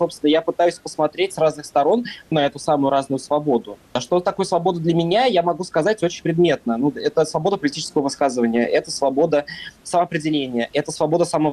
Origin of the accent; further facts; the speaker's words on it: Russia; born there; И я первый, кто родился в России в 92 году, когда моя мать только переехала в Россию после гражданской войны в Таджикистане.